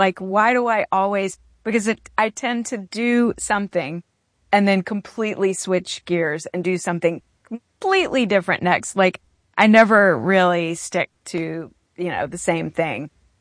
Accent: Baton Rouge, Louisiana, United States; moved away as an adult; also born or lived in Los Angeles; I grew up in Baton Rouge, but my family is from New Orleans.

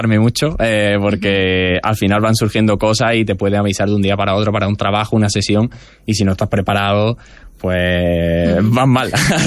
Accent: Andalusia, Spain

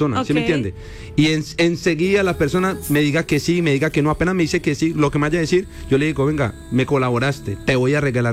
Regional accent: Colombia; las partes más afectadas de Colombia, de mi tierrita

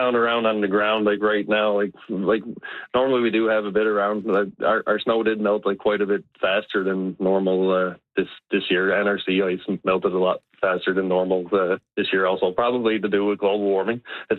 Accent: Witless Bay, Newfoundland and Labrador, Canada; I'm from Whitless Bay on the Southern Shore.

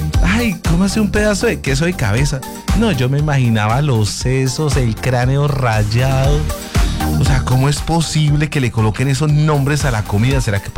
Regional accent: Bucaramanga, Santander, Colombia; yo soy de Bucaramanga, yo sí he escuchado hablar de esa palabra, el murillo.

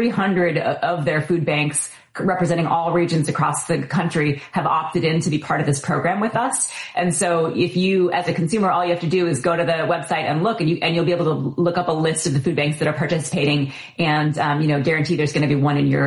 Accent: Eureka, California, United States; also born or lived in Minnesota; I grew up in Eureka, California, Northern California.

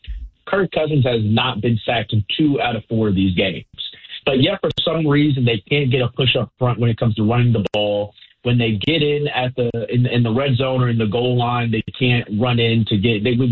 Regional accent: Alabama, United States; I'm from Alabama.

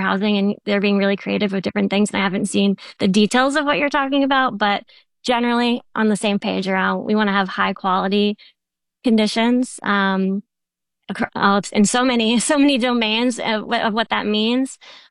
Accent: Boston, Massachusetts, United States; also born or lived in Nashville; now in Rhode Island, United States; I am new to Rhode Island. I'm here for a couple of years. And I grew up in the Boston area. And before that, I was in Nashville.

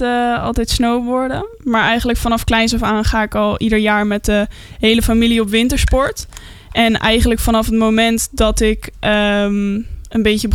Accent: Netherlands; als Nederlander

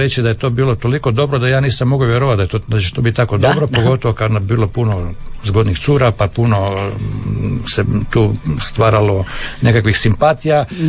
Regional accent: Pula, Istria County, Croatia; born there

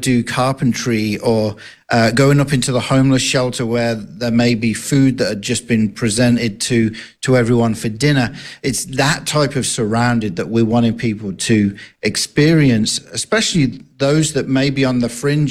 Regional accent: Texas, United States; accent: Texas; And I'm glad you like my Texas accent.

